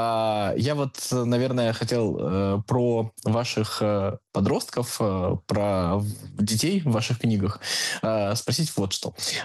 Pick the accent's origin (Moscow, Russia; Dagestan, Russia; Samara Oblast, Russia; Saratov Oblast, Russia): Samara Oblast, Russia; Tolyatti; born there; Я просто родился в Тольятти, и для меня очень много таких флешбеков было про город, который стоит вокруг автозавода